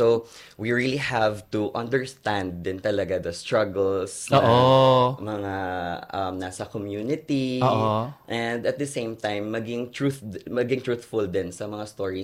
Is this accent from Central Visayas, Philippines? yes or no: yes; Cebu, Central Visayas, Philippines; especially like I'm from Cebu. So, flying here sa Luzon, staying sa Laguna, yun, and staying away from home.